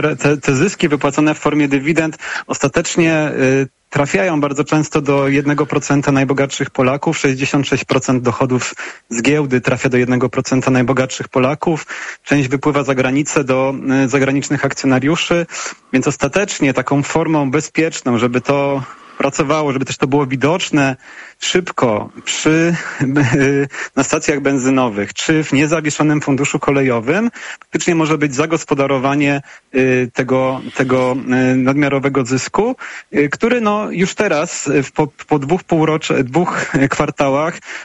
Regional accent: Kraków, Lesser Poland, Poland; ja akurat pochodzę z Krakowa

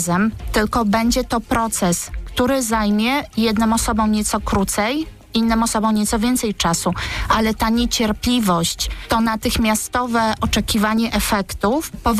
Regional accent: Gdynia, Pomeranian Voivodeship, Poland; Ja jestem z Gdyni

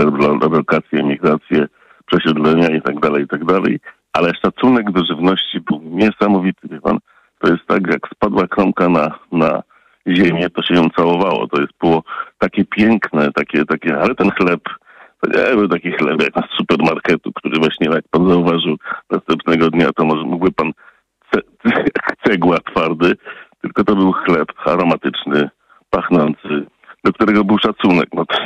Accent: Katowice, Silesian Voivodeship, Poland; ja wychowałem się na Śląsku, urodziłem się w Katowicach. Moja rodzina jest śląska, a ojciec z Wołynia.

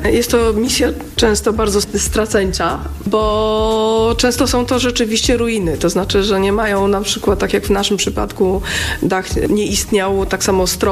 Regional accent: Lower Silesian Voivodeship, Poland; also born or lived in Czerniawa; A poza tym wychowałam się w takiej architekturze strażnicy WOP-u na okraju, gdzie też ta strażnica była budowana według takich reguł architektury sudeckiej.

